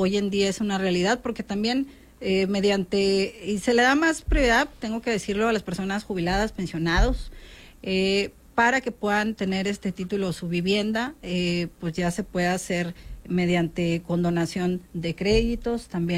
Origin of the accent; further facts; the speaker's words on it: Mexico; lo que nos identifica como mexicanas y mexicanos.